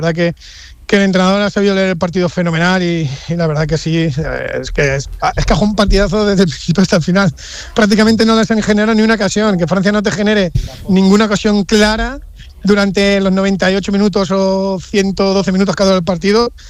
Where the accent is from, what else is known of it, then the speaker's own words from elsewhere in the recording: Spain; yo, ante todo, soy súper español. Me identifico mucho con la selección.